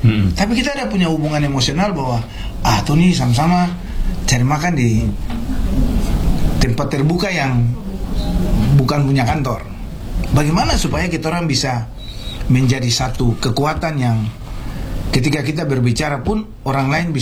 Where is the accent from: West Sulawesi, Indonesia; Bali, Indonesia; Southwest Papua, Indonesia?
Southwest Papua, Indonesia; Sorong; Tapi kita ini anak-anak yang lahir besar di Sorong, ya. Kota Sorong ini.